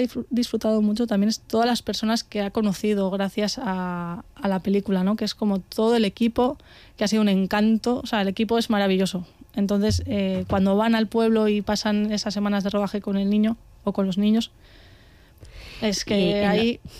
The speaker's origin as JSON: {"language": "Spanish", "town": "Carrión de los Condes", "region": "Castile and León", "country": "Spain", "said": "que yo soy de Carrión también"}